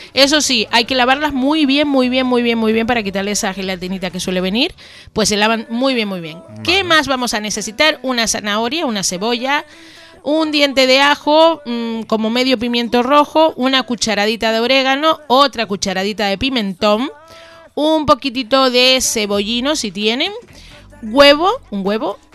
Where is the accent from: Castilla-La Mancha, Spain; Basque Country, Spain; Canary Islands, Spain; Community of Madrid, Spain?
Canary Islands, Spain; Bajamar